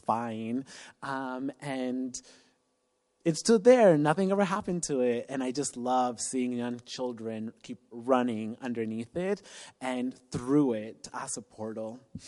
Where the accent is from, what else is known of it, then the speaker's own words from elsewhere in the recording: Mexico; I had already been in intensive medical treatment in my home country in Mexico.